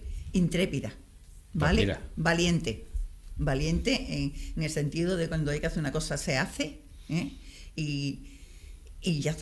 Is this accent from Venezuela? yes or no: no; San Fernando, Andalusia, Spain; yo nací en la huerta del Carrascón, pero mi padrino fue donde yo nací, porque mi padre era militar, lo destinaron para acá